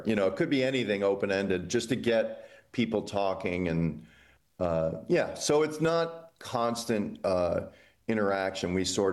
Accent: Illinois, United States; And I grew up in Illinois

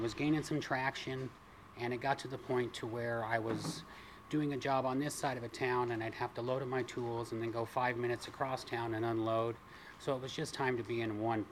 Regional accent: Beatrice, Nebraska, United States; moved away as an adult; also born or lived in Omaha; I'm originally from Beatrice, and I moved to Omaha. I moved back in 2020

